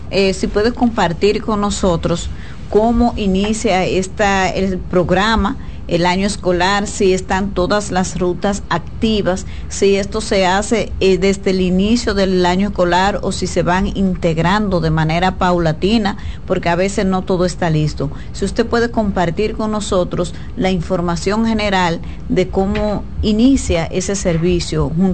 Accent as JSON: {"language": "Spanish", "region": "Dajabón", "country": "Dominican Republic", "tie": "born there", "moved": "yes", "said": "eso es cerca de mi pueblo."}